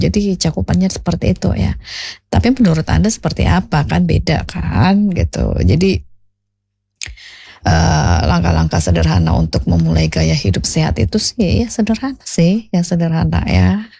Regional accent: Kupang, East Nusa Tenggara, Indonesia; Tapi kalau kita orang Kupang ya, harus makannya banyak, nasinya itu banyak gitu ya.

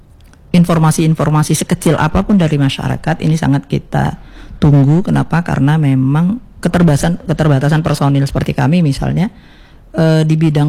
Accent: North Sumatra, Indonesia; now in Batam, Indonesia; saya kan orang Batam berasal dari Sumatera Utara.

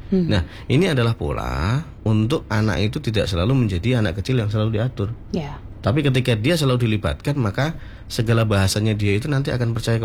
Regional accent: Bojonegoro, East Java, Indonesia; saya orang asli Bojonegoro

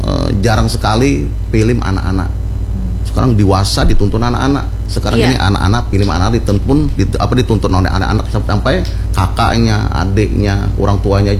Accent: South Kalimantan, Indonesia; sangat himung Banar, orang kita Banjar ya, kalau sangat suka Bucat.

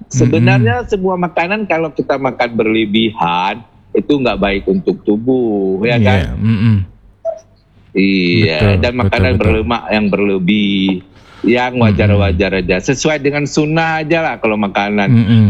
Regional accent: Lampahan, Aceh, Indonesia; Toh saya kan pulang kampung ya kan. Betul. Kan saya dari Lampahan.

